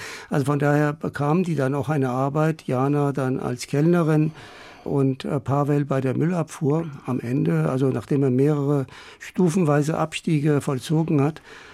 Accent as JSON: {"language": "German", "country": "Germany", "tie": "born or raised there", "said": "ich bin ja auch hier in Deutschland aufgewachsen"}